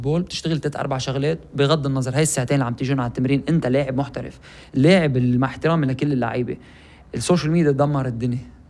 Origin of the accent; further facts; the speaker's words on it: Lebanon; انا سوري بقول لهم بلعب يمكن باقل دوري بالعالم اللي هو نحن بلبنان